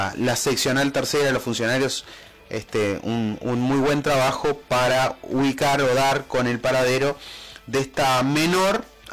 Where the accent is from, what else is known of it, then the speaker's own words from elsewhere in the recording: Uruguay; Sí, pero yo no soy español, yo soy charrúa, indio, acá de la frontera.